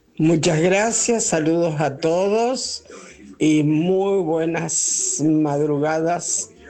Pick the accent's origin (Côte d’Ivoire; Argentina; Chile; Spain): Argentina; Rosario, Santa Fe; de Rosario y me estoy acordando.